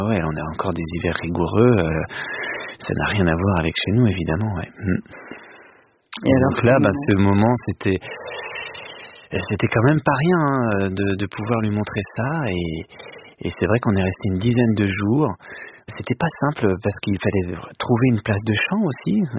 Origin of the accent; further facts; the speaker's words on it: Chamagne, Grand Est, France; moi j'ai grandi à Chamagne, là où il est né, Claude Gelée